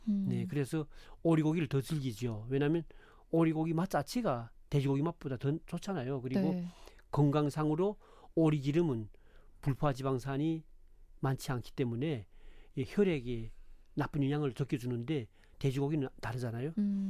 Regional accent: North Korea; now in South Korea; 우리 탈북민들이

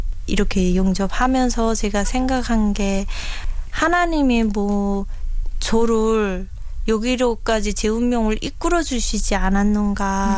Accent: North Pyongan, North Korea; moved away as an adult; now in South Korea; 남한종착 7개월 차 평안북도에서 온

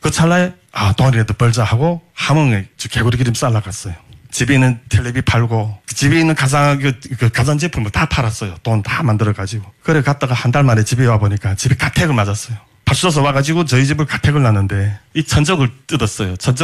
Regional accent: North Korea; moved away as an adult; now in South Korea; 야 이거 북한에서 태어난 거 왜 이렇게 후회되고

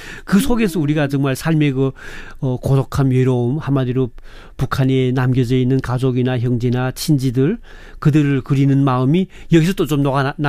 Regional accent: North Korea; 아마 우리 탈북민들이 그때 가면 북한의 음식점 식당들은 거의 다 독점할 거예요.

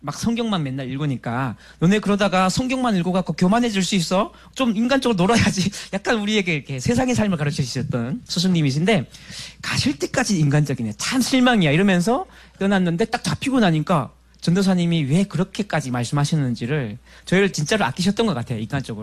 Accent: North Korea; now in South Korea; 저는 98년에 처음으로 탈북했기 때문에 5년 만에 이제 고향 땅을 밟는 거였거든요.

